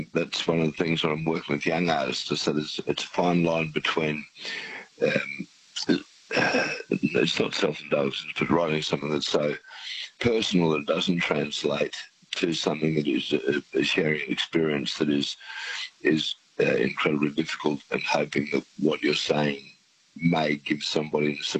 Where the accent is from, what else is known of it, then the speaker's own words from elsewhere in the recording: Stanthorpe, Queensland, Australia; born there; I was born in the Stanthorpe Hospital in 1964, and that was a privilege because it was a small regional hospital, and I still live on the family property, 38 k's southwest of Stanthorpe off the Granite Belt